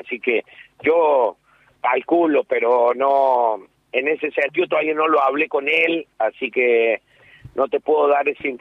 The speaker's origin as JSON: {"language": "Spanish", "town": "Calchín", "region": "Córdoba", "country": "Argentina", "lives_now": "Córdoba, Argentina", "said": "somos un pueblito muy chiquito, Calchín."}